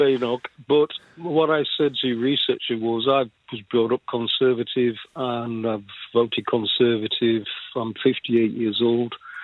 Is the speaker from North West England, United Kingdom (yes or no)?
yes; Manchester, North West England, United Kingdom; now in Chester, United Kingdom; I was from Manchester originally